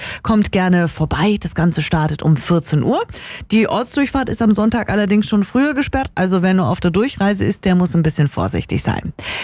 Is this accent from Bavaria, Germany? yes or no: yes; Rüttenbach an der Pegnitz, Bavaria, Germany; Da muss ich auch noch Werbung für meine Heimatstadt machen, Rüttenbach an der Pegnitz.